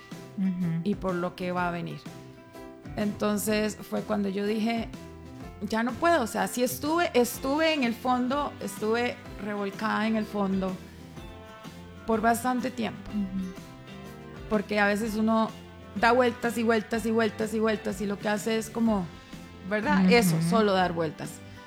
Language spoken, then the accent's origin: Spanish; Alajuela, Costa Rica; soy de Alajuela.